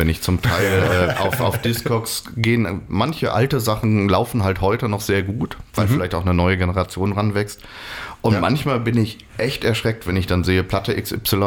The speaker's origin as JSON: {"language": "German", "town": "Bochum", "region": "North Rhine-Westphalia", "country": "Germany", "tie": "born or raised there", "also_born_or_lived": "Düsseldorf", "said": "Genau, ich bin in Düsseldorf geboren, dann aber im Ruhrgebiet groß geworden und dann, in Bochum."}